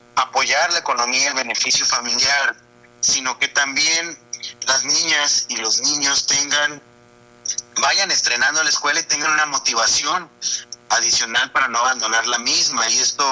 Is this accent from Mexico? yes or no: yes; Hermosillo, Sonora, Mexico; also born or lived in Mexico City; Soy de Hermosillo, tengo una trayectoria, viví 11 años en la Ciudad de México, regresé a Sonora por invitación del gobernador.